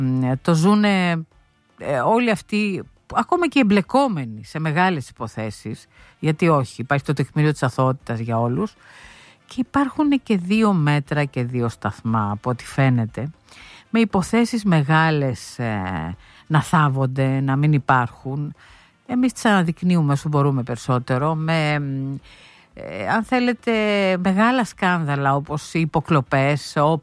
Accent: Sparta, Peloponnese, Greece; moved away; η πατρίδα μου η Σπάρτη έχει από τις μεγαλύτερες θερμοκρασίες

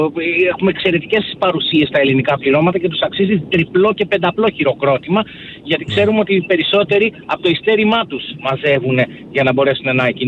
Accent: Greece; Εμείς ως Έλληνες

